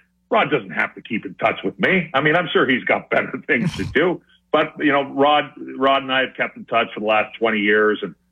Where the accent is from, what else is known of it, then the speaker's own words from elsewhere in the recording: Alberta, Canada; Calgary, we just went to the finals, and I'm from Alberta.